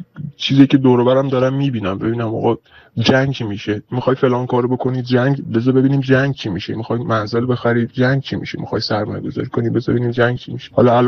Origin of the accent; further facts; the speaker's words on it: Iran; من که یک جوان ایرانی هستم و تقریبا 30 سالم هستش